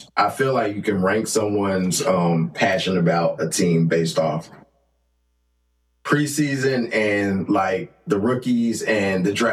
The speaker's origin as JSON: {"language": "English", "town": "Gary", "region": "Indiana", "country": "United States", "said": "and so when I tell people I'm from Indiana, they quickly assume I'm a Pacers fan, I'm a Colts fan."}